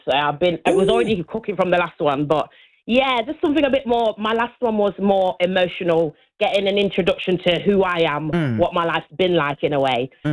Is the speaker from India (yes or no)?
no; Nottingham, East Midlands, United Kingdom; I'm a girl from Nottingham. I grew up, born and raised here in the St. Anne's area.